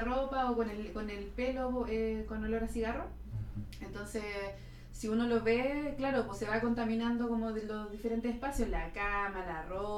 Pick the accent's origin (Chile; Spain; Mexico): Chile; Temuco, Araucanía; yo soy de Temuco